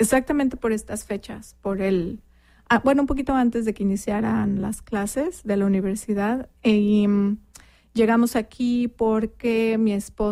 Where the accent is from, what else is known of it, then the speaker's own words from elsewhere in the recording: Mexico City, Mexico; Pues yo soy originaria de México, de la Ciudad de México. Nací y crecí ahí, pues viví la mayor parte de mi vida en la Ciudad de México.